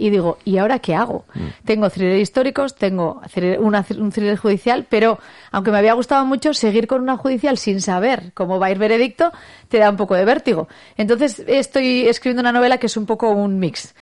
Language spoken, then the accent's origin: Spanish; Legazpi, Basque Country, Spain; en Legazpi, mi pueblo